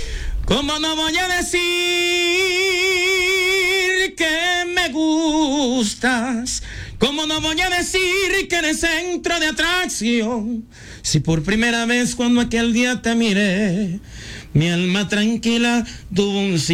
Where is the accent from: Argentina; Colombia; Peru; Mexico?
Colombia; Guaviare; Nosotros somos artistas del Guaviare, somos gente de Guaviare, somos gente humilde, trabajadora.